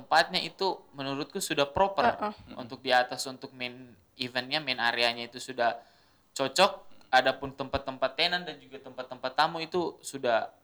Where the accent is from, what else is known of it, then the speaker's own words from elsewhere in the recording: Banggai, Central Sulawesi, Indonesia; ada pun yang kayak saya dari Banggai, ada pun yang dari Banggai Kepulauan, itu aksennya akan berbeda sedikit untuk berbicara.